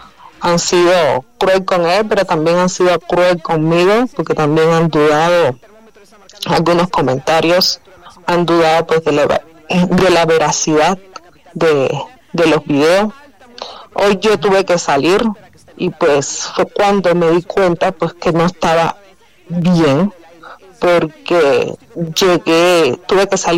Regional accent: Cuba; moved away as an adult; now in Mexico; Soy de origen cubano. Llegué aquí en el año 2017 con beca CONACYT para la maestría de energía en la UNAM.

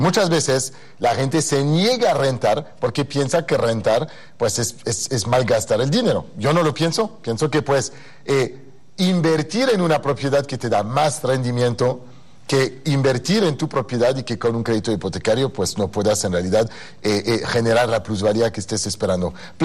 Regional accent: Paris, Île-de-France, France; also born or lived in London, United Kingdom / New York, United States; now in Mexico; viví en Inglaterra, en Londres, viví en Estados Unidos, en Nueva York, yo soy de Francia, de París

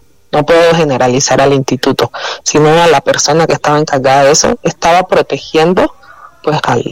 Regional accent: Cuba; moved away as an adult; Creo que hoy soy de origen cubano, llegué aquí en el año 2017 con beca

